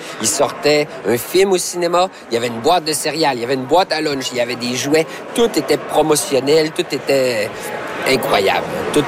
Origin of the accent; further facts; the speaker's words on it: Chicoutimi, Quebec, Canada; now in Saint-Raymond-de-Portneuf, Canada; Je suis originaire de Chicoutimi, au Saguenay-Lac-Saint-Jean. Je reste entre Québec et Trois-Rivières à Saint-Raymond-de-Portneuf.